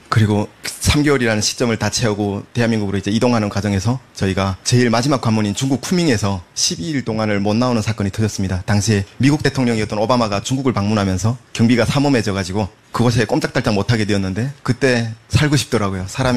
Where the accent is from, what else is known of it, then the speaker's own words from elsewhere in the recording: Hyesan, Ryanggang, North Korea; moved away as an adult; now in South Korea; 제 고향인 양강도 희산시